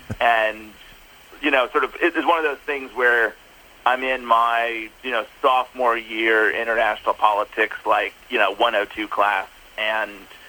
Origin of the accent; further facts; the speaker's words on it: Minneapolis, Minnesota, United States; also born or lived in Orlando; Well, so I was born in Minnesota. I was raised kind of between Minneapolis and did a stint in Orlando as well.